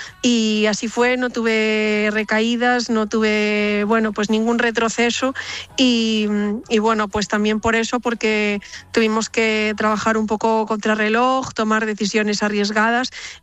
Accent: Vigo, Galicia, Spain; also born or lived in Pontevedra; aunque yo soy de Vigo, Pontevedra es la ciudad donde empecé a practicar deporte con el atletismo cuando tenía 10 años

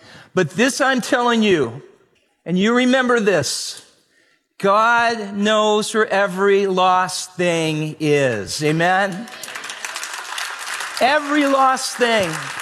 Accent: Medford, Oregon, United States; now in Prescott, United States; Okay, I grew up in Southern Oregon, in Medford, Oregon.

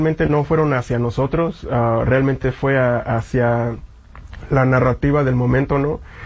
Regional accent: Chicago, Illinois, United States; Yo soy americano, ¿me entiendes? El grupo es americano, el grupo es de aquí, de Chicago.

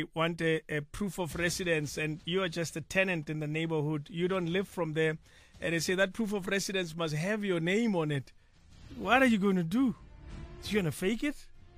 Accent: South Africa

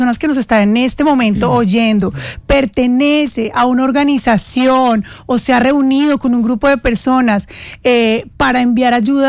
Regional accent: Colombia; los que más le podemos dar la mano a Venezuela en este momento somos los colombianos.

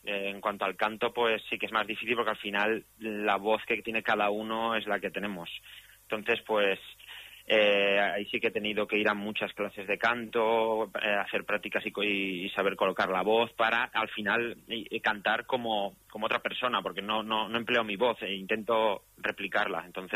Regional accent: Valencia, Valencian Community, Spain; en los playbacks de aquí de Valencia, de las Fallas de Valencia, porque yo soy valenciano

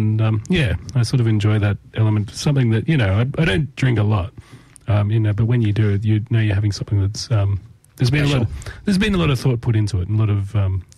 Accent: Tamworth, New South Wales, Australia; I grew up in Tamworth.

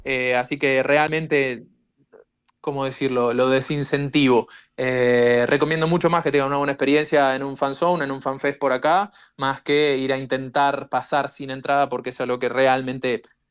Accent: Argentina; now in Kansas, United States; El debut de Argentina, selección campeona del mundo, mi país

